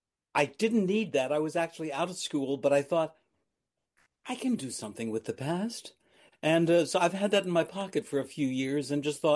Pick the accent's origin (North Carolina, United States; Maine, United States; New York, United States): New York, United States; New York City; I was raised in New York City.